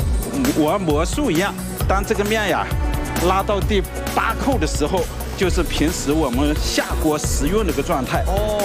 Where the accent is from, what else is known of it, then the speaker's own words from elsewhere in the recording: Shanxi, China; 我们山西人